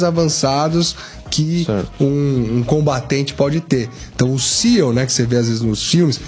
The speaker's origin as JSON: {"language": "Portuguese", "country": "Brazil", "said": "Como bom brasileiro, a gente não desiste nunca."}